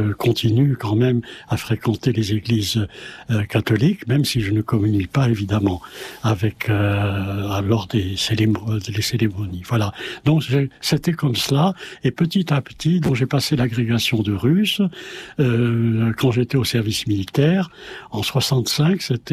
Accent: Bordeaux, Nouvelle-Aquitaine, France; moved away; je suis bordelais à l'origine.

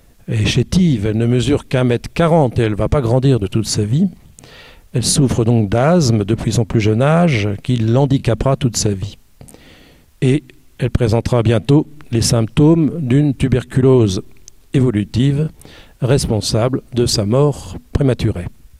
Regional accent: Hauts-de-France, France; Moi, je suis du Nord, j'aime bien que les W soient des vrais

